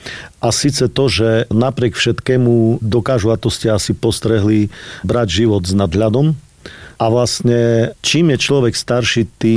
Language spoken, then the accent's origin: Slovak; Čečehov, Košice Region, Slovakia; born or raised there